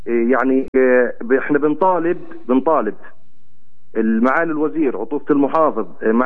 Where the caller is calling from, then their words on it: Al-Minya, Palestine; عندنا في المنيا،